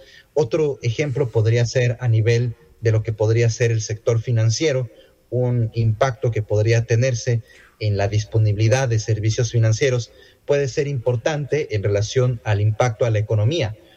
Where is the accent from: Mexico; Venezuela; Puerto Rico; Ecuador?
Ecuador; now in Brazil; yo no vivo en el Ecuador, y aunque yo soy ecuatoriano, trabajo con empresas ecuatorianas, yo vivo en Brasil